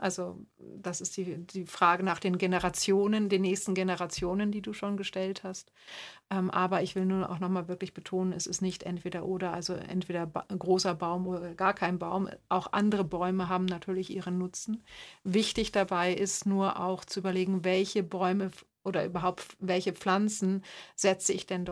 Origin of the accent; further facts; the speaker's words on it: Germany; now in Austria; weil ich als Deutsche in Österreich kann nur wenig wählen.